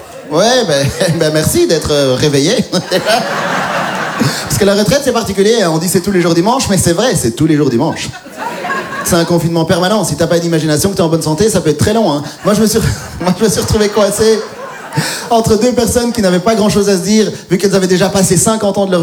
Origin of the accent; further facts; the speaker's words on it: Belgium; je suis belge, surprise! Ouais, je suis donc, j'ai grandi en Belgique toute ma vie